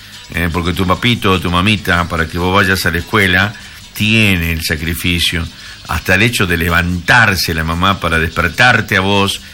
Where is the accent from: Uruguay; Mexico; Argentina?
Argentina; somos argentinos